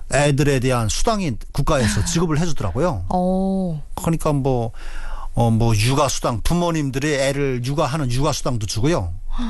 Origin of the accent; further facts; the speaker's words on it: North Korea; now in South Korea; 북한에는 조경이라는 용어 자체가 없었거든요. 그래서 저도 한국에 처음 왔을 때는 조경이 뭔가 했댔어요.